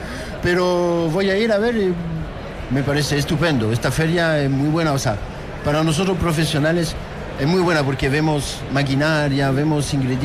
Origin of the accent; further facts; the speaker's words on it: France; Spanish is a second language; now in Chile; vengo de Francia a hacer un producto más o menos que traigo de ahí.